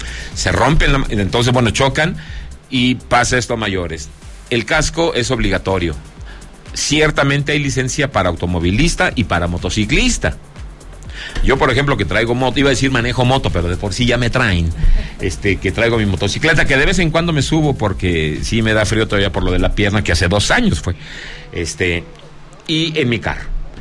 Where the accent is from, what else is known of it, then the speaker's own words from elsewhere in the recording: Zacatecas, Mexico; Y en una taza maravillosa de mi tierra, Zacatecas.